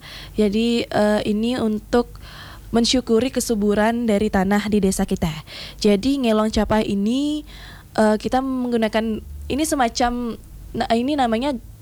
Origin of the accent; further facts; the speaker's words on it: Buleleng, Bali, Indonesia; di desa saya sendiri itu ada tradisi ngelong capah. Jadi ngelong capah ini ada di desa Tamblang